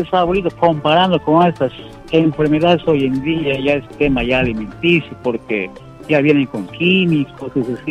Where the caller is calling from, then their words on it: Querocotillo, Cajamarca, Peru; estamos llamando desde Quero Cotillo.